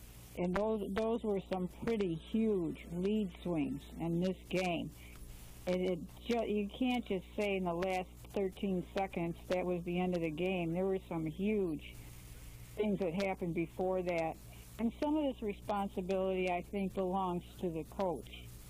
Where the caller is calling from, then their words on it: Syracuse, New York, United States; I'm from Syracuse